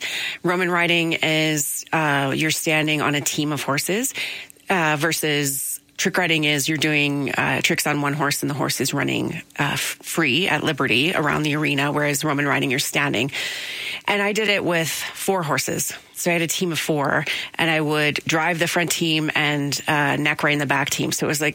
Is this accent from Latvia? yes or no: no; Niagara, Ontario, Canada; where I grew up in Niagara.